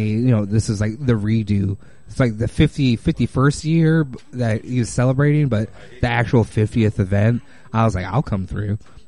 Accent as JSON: {"language": "English", "town": "Chicago", "region": "Illinois", "country": "United States", "tie": "born or raised there", "moved": "yes", "said": "And it's in Chicago, like my hometown."}